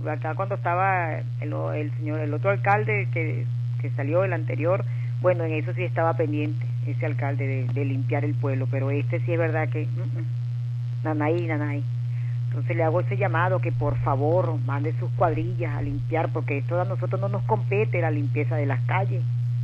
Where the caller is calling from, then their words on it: Guasdualito, Apure, Venezuela; Por acá llamándola de la Francisco de Miranda